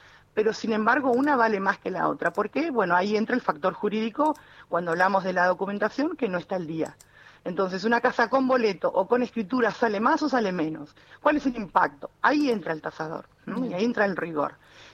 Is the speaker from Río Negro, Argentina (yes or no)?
no; Mar del Plata, Buenos Aires Province, Argentina; yo que vengo de Mar del Plata, para mí es muy importante también